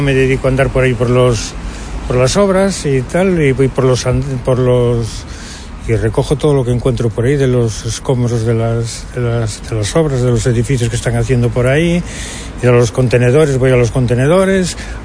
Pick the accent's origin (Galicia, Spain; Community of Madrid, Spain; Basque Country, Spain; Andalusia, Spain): Galicia, Spain; Santiago de Compostela; el barrio de Santa Marta. Sí, llevo sobre 30 años más o menos. Y nací en la Puente Pedriña, pero bueno, que soy de Santiago de toda la vida.